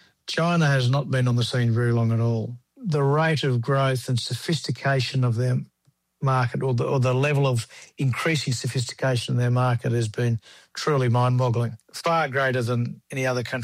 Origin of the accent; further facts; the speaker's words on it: Queensland, Australia; I'm a producer from Queensland, Australia.